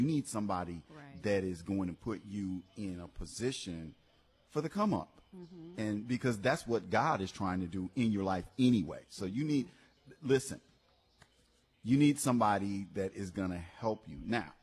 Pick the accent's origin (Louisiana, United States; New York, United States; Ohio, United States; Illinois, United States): Illinois, United States; Chicago; now in Detroit, United States; I'm from Chicago. And so where I grew up, I mean, you could catch the bus anywhere.